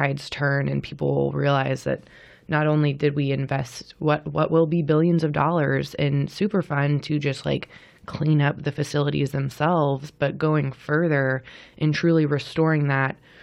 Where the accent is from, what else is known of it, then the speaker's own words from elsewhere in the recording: Texas, United States; moved away; I grew up in Central Texas.